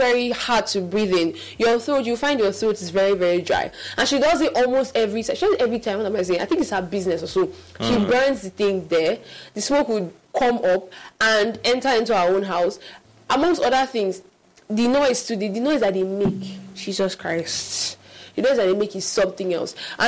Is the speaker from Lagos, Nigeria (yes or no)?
yes; Lagos, Nigeria; I remember when I was growing up in Lagos, we had sanitation every Saturday morning from 7 a.m. to 10 o'clock.